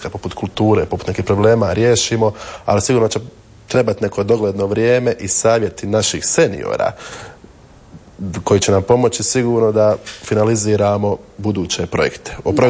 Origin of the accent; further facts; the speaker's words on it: Bosnia & Herzegovina; Sigurno ja kao Hrvat u Bosni i Hercegovini